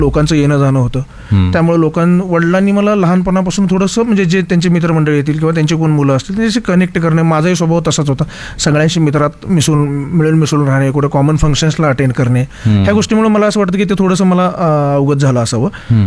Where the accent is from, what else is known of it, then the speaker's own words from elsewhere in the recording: Pune, Maharashtra, India; आणि बेसिकली आम्ही पुण्यातलेच आहोत, म्हणजे आम्ही महाराष्ट्रातले, तर आम्ही इथंच चालू करू.